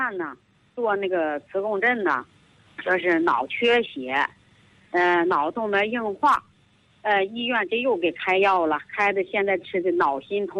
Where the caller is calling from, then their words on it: Shijiazhuang, Hebei, China; 我就是河北的，河北石家庄的。